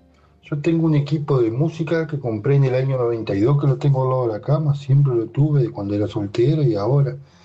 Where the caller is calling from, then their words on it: Paraná, Entre Ríos, Argentina; Yo vivo en Paraná